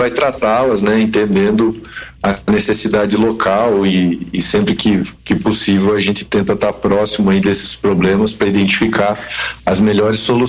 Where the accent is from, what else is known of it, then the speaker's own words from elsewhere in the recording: Santa Catarina, Brazil; now in Bento Gonçalves, Brazil; Eu sou natural de Santa Catarina.